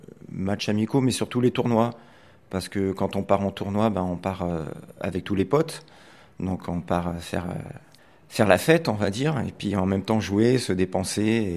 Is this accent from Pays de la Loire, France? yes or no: no; Paris, Île-de-France, France; moved away as an adult; now in Montpellier, France; j'ai 55 ans. Je pratique le hockey depuis 39 ans. Je viens de Paris, en fait. Ça fait 14 ans que je suis sur Montpellier.